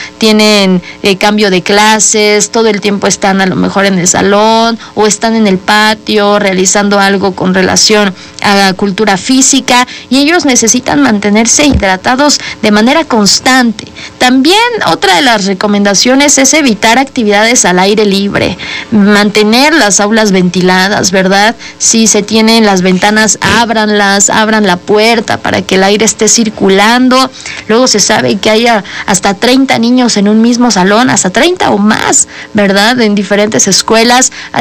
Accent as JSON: {"language": "Spanish", "region": "Puebla", "country": "Mexico", "said": "siendo poblanas y poblanos"}